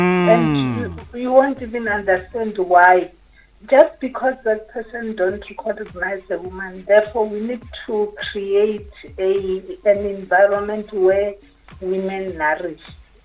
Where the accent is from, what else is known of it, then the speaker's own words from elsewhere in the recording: Limpopo, South Africa; Okay, I come from Gapane. That's where my parents are staying